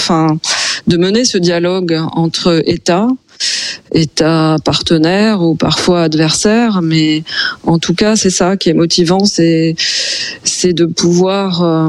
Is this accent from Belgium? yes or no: no; Grand Est, France; born there; je suis née en France, mais dans une région qui est frontalière de l'Allemagne et du Luxembourg.